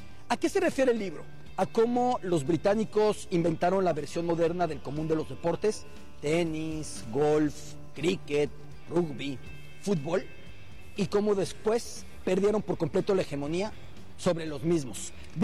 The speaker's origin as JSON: {"language": "Spanish", "country": "Mexico"}